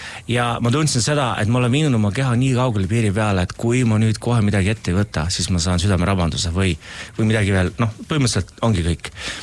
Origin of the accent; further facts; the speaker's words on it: Kilingi-Nõmme, Pärnu County, Estonia; moved away; also born or lived in London; mina sündisin Kiling Nõmmes. Tihemetsa meil hästi lähedal